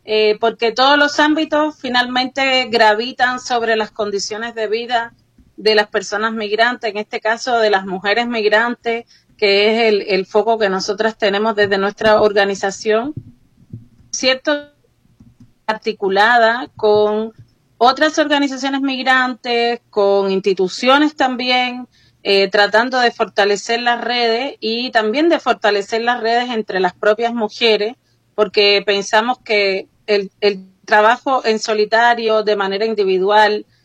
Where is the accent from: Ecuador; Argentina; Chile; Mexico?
Chile; also born or lived in Cuba; mi mamá chilena vivió el exilio en la dictadura de Pinochet, mi padre es cubano y por ese motivo yo nací en Cuba y cuando llegó la oportunidad de retorno a Chile con el regreso a la democracia, yo vine con ella para acá y aquí me quedé